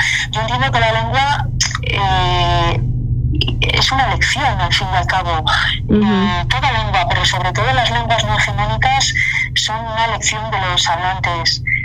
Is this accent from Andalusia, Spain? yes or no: no; Basque Country, Spain; yo me creo en una familia que yo creo que es bastante prototípica en el ámbito vasco, y es una familia donde hubo una cultura lingüística.